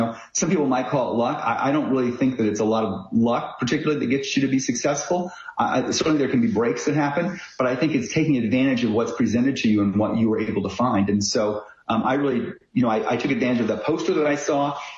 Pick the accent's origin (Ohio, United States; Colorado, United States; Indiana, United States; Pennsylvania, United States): Indiana, United States; I grew up in southern Indiana in a very small town of about 100 people.